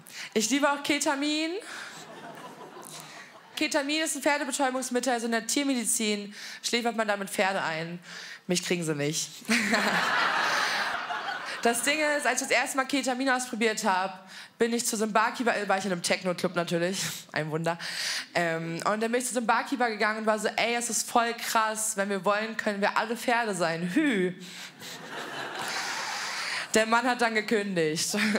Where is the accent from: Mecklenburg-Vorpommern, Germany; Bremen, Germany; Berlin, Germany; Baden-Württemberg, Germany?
Berlin, Germany; ich komme offensichtlich aus Berlin